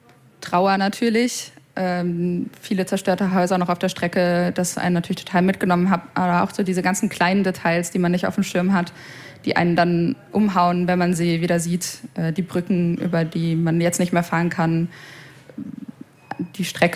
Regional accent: Bad Neuenahr-Ahrweiler, Rhineland-Palatinate, Germany; moved away as an adult; also born or lived in Stuttgart; Wenn ich Bad Neuenahr-Ahrweiler sage, dann geht direkt die Diskussion los.

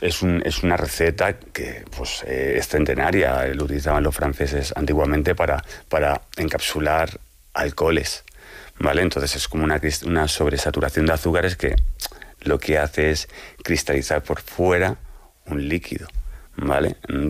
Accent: Brunete, Community of Madrid, Spain; born or raised there; also born or lived in Carabanchel

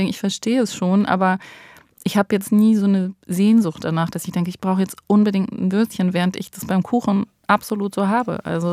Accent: Southern Germany, Germany; now in Berlin, Germany; Ich komme ja eben auch aus Süddeutschland.

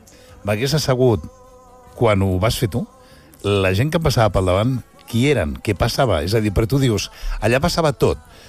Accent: Premià de Dalt, Catalonia, Spain; now in Barcelona, Spain; jo soc de Premià de Dalt, i vaig venir a viure molt, molt jovenet a Barcelona

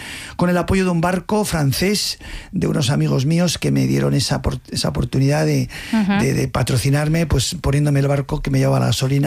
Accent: Pamplona, Navarre, Spain; born there; also born or lived in Madrid / Germany / Russia / United States; Bueno, yo nací en Pamplona, pero he vivido mucho en Madrid, he vivido también en el extranjero, más de la mitad de mi vida he vivido fuera, mucho en Alemania, en Rusia, he vivido mucho en Estados Unidos.

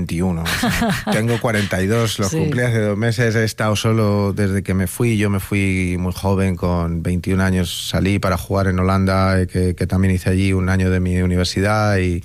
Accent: Spain; Que me gustaría, como español y como persona de fútbol, como yo digo, de barro, de barrio, que yo he crecido

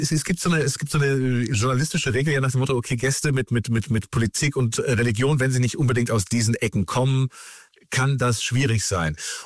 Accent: Germany; dass ich auch als Deutscher

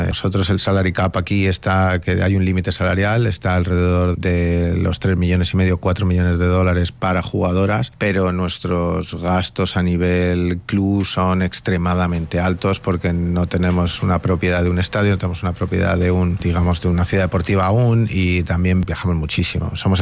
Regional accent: Spain; Que me gustaría, como español y como persona de fútbol, como yo digo, de barro, de barrio, que yo he crecido

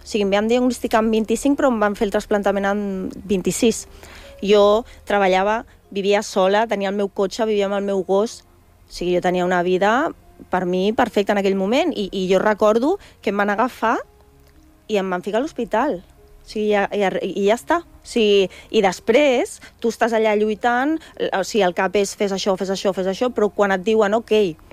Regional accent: Barcelona, Catalonia, Spain; jo sóc de Barcelona

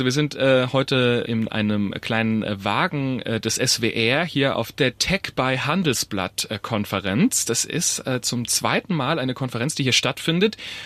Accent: Heilbronn, Baden-Württemberg, Germany; Ich bin aufgewachsen in der Nähe von Heilbronn. Heilbronn ist eine 130.000 Einwohnerstadt nördlich von Stuttgart, Richtung Würzburg so ein bisschen.

